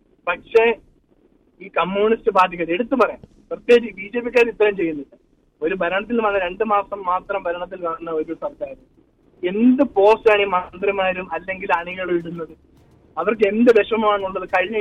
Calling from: Kollam, Kerala, India

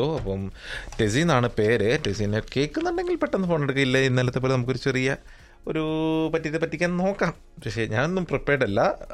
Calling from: Bur Dubai, Dubai, United Arab Emirates; ഇത് ഞാൻ വിളിക്കുന്നത് ബർദുബായിൽ നിന്നാണ്.

